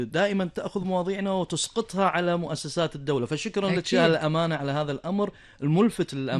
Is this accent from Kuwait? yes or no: yes; Kuwait